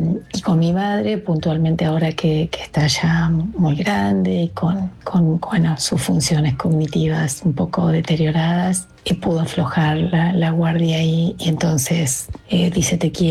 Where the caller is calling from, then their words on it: Neuquén, Argentina; Hola, buenas noches. … de Neuquén